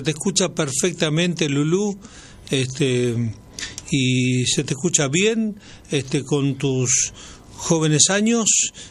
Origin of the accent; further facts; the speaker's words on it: Puerto Deseado, Santa Cruz, Argentina; moved away; Se fueron al lugar donde yo nací exactamente, a Puerto Deseado